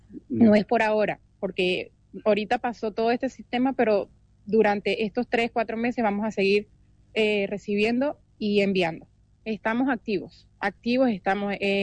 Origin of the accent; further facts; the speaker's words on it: Caracas, Capital District, Venezuela; now in Tacuarembó, Uruguay; yo soy de Caracas, donde hubo grandes daños.